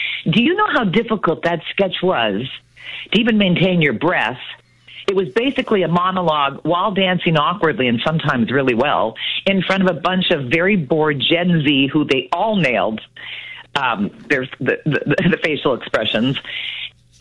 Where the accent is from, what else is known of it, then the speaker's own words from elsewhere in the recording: Ontario, Canada; It is going to be a Steeltown girl. I'm from the Sioux